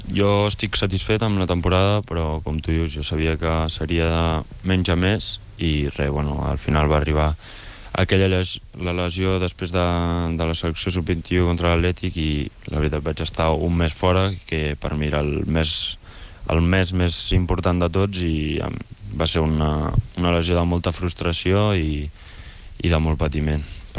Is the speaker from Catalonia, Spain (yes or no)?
yes; Berga, Catalonia, Spain; born there; aquí al meu poble, que és aquí on ho tinc tot.